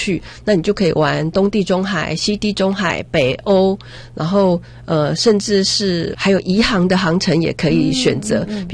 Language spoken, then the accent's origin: Chinese; Taiwan; 因为大部分我们都是台湾人居多，可能我们出的菜色啊各方面可能就会比较符合我们台湾人的需求